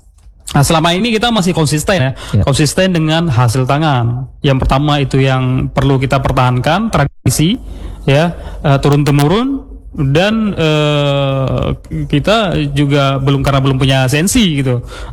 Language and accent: Indonesian; Aceh, Indonesia; kita orang Aceh